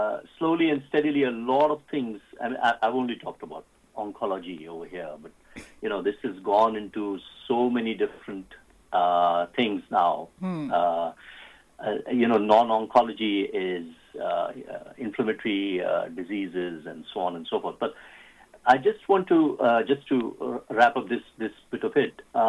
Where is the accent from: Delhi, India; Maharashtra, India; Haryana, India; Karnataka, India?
Maharashtra, India; Pune; I was from Loyola High School, in Pune.